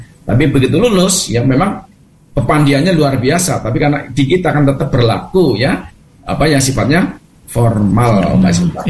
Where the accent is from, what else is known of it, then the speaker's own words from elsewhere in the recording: Purbalingga, Central Java, Indonesia; moved away; kemarin kan saya pulang kampung beberapa lalu tuh di Purbalingga sana